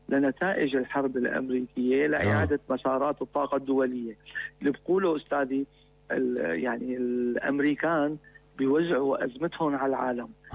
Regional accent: Jabal Amil, Lebanon; نحن لبنانيين، نحن مانا إيرانيين، نحن أبناء جبل عامل، إحنا شيعة لبنان، إحنا شيعة العرب

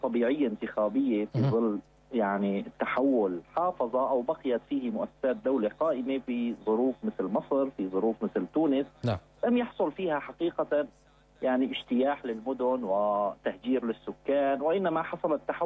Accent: Syria; نعرفها جميعا كسوريين،

